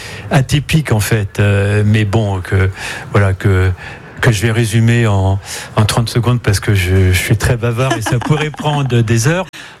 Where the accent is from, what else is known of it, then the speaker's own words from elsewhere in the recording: Le Mans, Pays de la Loire, France; now in Paris, France; moi je suis originaire du Mans, mais on est parisien